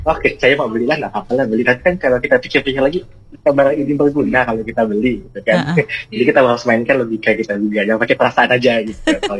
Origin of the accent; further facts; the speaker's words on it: Pontianak, West Kalimantan, Indonesia; moved away as an adult; now in Sanggau, Indonesia; saya kan orang Pontianak yang kerja di Sanggau, dan kebetulan ada ngekos gitu.